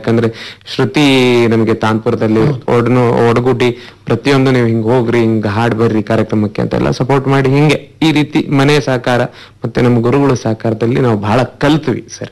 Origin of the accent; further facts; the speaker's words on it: Harlapur, Karnataka, India; ನಾವು ಸಣ್ಣವರಿದ್ದಾಗ ನಮ್ಮ ಅಜ್ಜವ್ರದ್ದು ಮೌಲಾ ಸಾಹೇಬ್ ಅಂತ ನಮ್ಮ ತಂದೆಯವರು ಅಜ್ಜವರು, ಅವರ ಪುಣ್ಯಸ್ಮರಣೆ ಮಾಡ್ತಾ ಇದ್ವಿ ನಮ್ಮೂರಲ್ಲಿ ಹರ್ಲಾಪುರಲ್ಲಿ.